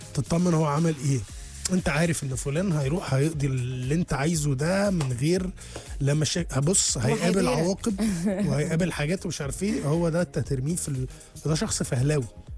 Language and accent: Arabic; Egypt; عندنا في مصر